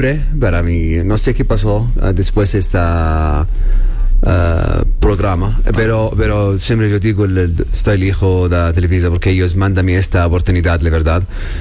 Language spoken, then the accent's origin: Spanish; Medellín, Antioquia, Colombia; Yo veo, soy de Medellín, Colombia.